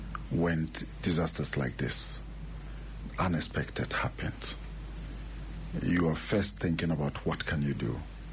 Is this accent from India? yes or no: no; Ghana